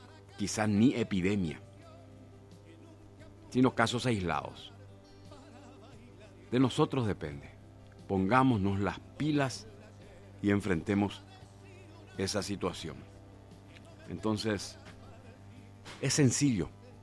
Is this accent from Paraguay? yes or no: yes; Pedro Juan Caballero, Amambay, Paraguay; somos de Pedro Juan Caballero.